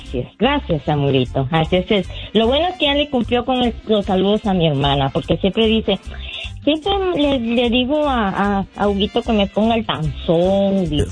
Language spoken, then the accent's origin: Spanish; Guatemala; Así somos los chapines.